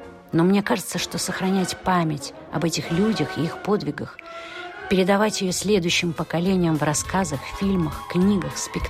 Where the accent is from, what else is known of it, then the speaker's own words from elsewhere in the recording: Odesa, Odesa Oblast, Ukraine; Я родилась в Одессе еще маленькой девочкой.